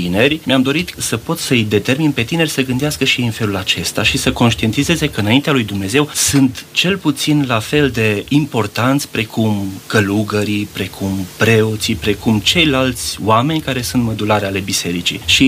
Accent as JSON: {"language": "Romanian", "town": "Breaza", "country": "Romania", "tie": "born or raised there", "said": "Încă de când eram copil, în satul meu natal la Breaza"}